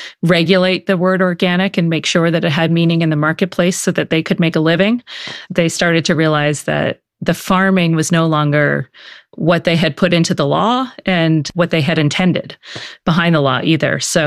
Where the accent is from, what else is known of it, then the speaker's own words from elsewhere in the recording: Baltimore, Maryland, United States; You know, I'm from Baltimore